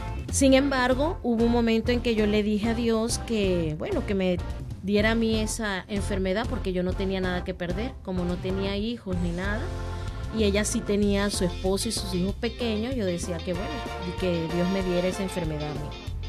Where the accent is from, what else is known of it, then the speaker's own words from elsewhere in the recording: Punto Fijo, Falcón, Venezuela; also born or lived in Maracaibo; yo nací en Maracaibo. Luego me criaron más tiempo en Punto Fijo, Estado Falcón. Total que de casi que paraguanera, falconiana.